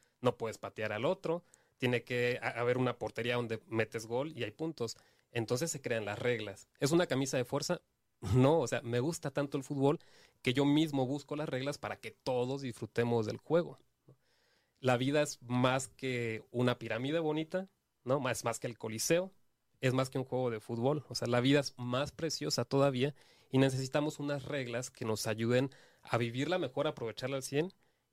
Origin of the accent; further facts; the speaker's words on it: Cancún, Quintana Roo, Mexico; yo te digo que soy de Cancún